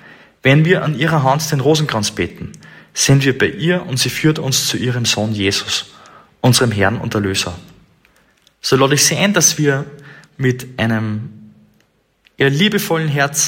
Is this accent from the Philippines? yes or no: no; Münzbach, Upper Austria, Austria; born there; in der Pfarrkirche von meinem Geburtsort, der Pfarre Münzbach